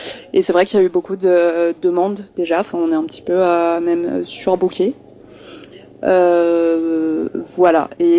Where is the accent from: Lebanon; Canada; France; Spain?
France; now in Belgium; moi je suis française